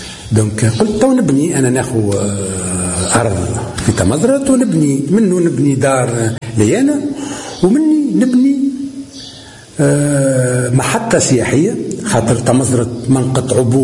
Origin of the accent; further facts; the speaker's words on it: Tunis, Tunis Governorate, Tunisia; first language Amazigh (Berber); Arabic is a second language; moved away as an adult; now in Tamezret, Tunisia; أنا رغم اللي أصيل، نعتبر روحي أصيل القرية، رغم اللي أنا من مواليد تونس العاصمة، خاطر الوالد وجدي الله يرحمهم تحولوا من الثلاثين أواخر الثلاثينات لتونس للعمل، دونك مولود في تونس